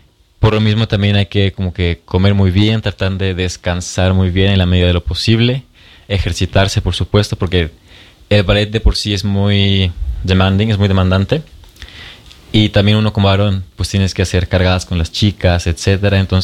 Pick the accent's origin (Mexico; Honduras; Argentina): Mexico; este apapacho que nosotros tenemos mucho como mexicanos. Por supuesto, la familia se extraña muchísimo.